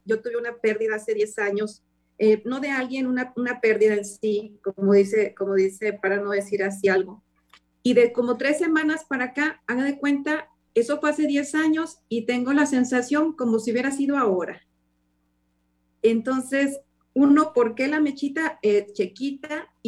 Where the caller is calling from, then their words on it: Saltillo, Coahuila, Mexico; Soy de Saltillo, México.